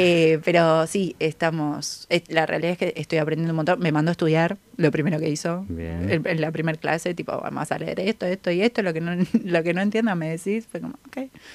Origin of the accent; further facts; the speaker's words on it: Banfield, Buenos Aires Province, Argentina; los dos somos de Banfield